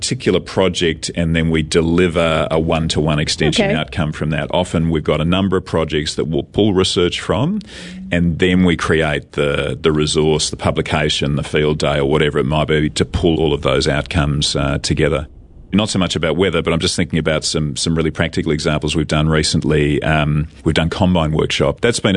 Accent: Australia; moved away as an adult; now in New Zealand

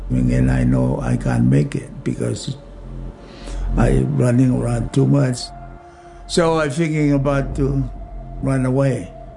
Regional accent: Tonga; also born or lived in Mango / Tongatapu; My family is poor. When we growing up in Tonga, we was one of the poor people.

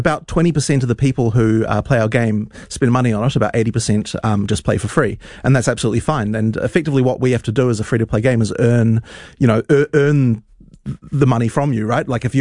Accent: Auckland, New Zealand; teach the kind of kid that I was when I was growing up in West Auckland

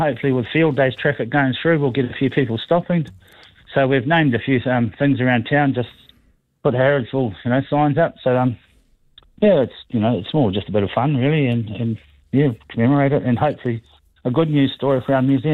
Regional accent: Ōtorohanga, Waikato, New Zealand; my hometown taking on London department store

